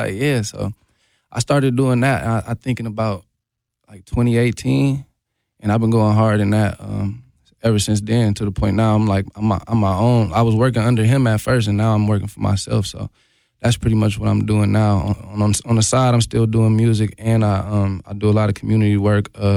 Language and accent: English; Milwaukee, Wisconsin, United States; also born or lived in California / Texas; I'm from Milwaukee. I'm like, oh, I'm from Milwaukee.